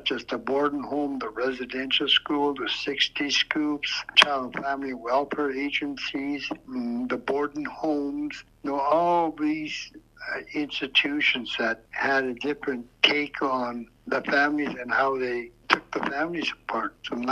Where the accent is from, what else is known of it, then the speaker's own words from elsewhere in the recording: Tulita, Northwest Territories, Canada; from my early years of growing up in Fort Norman, now as Toledo